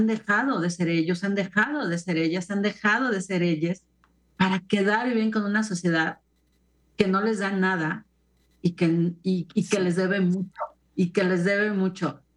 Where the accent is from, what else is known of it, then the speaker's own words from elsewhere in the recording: Mexico; No tiene los índices homofóbicos de Brasil o de México, que somos los países de América Latina con este índice más alto